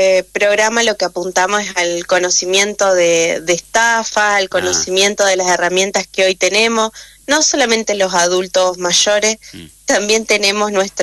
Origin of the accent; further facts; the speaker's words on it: Victoria, Entre Ríos, Argentina; como argentino, como victorienses.